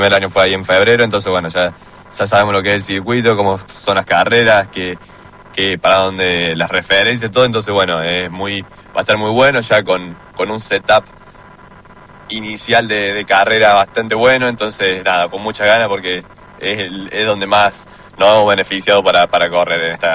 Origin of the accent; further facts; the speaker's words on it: Bell Ville, Córdoba, Argentina; somos los dos de Belville.